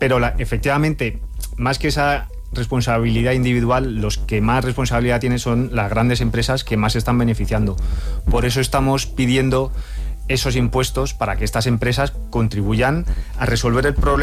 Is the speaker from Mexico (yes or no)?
no; Spain